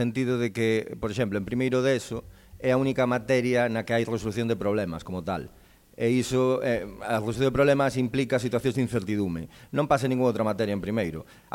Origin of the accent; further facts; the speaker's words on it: Ferrol, Galicia, Spain; Ainda que agora vivo no Inferniño, son de Canido, Canido.